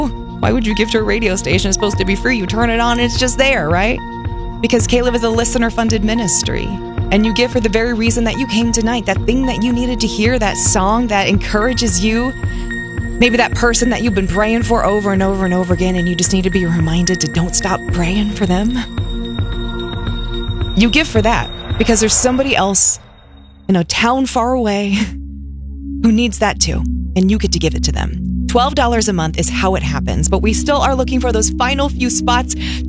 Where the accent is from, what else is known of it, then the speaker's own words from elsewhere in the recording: Wichita, Kansas, United States; Listen, I'm from Wichita.